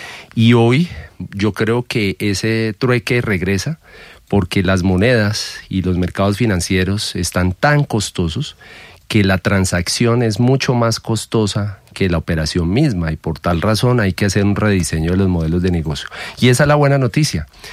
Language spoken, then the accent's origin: Spanish; Colombia; distorsiones que pueden afectar la manera como los colombianos estamos tomando nuestras decisiones.